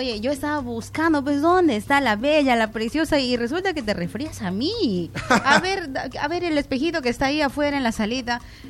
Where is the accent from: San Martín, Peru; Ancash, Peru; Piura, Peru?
San Martín, Peru; Juan Guerra; Como siempre, yo en Juan Guerra, amigo. Juan Guerra es mi tierra, mi casa